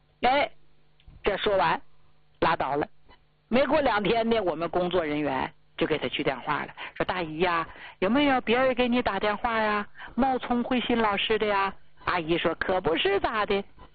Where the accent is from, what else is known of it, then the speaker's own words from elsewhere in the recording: Northeast China, China; 这个腰疼吧，用咱们东北老家话说是啥呢，后座子